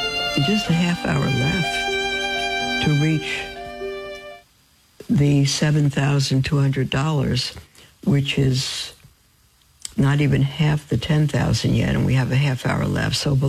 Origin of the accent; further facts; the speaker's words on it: Brooklyn, New York, United States; born there; because I was born in Brooklyn, and because I have not just Jewish chutzpah, but now fulfilled Jewish chutzpah